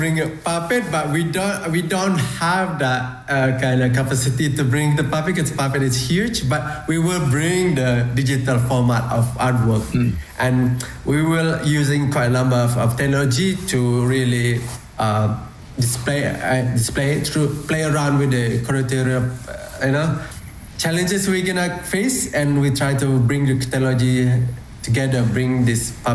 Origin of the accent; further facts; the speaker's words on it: Malaysia; moved away; my home country, Malaysia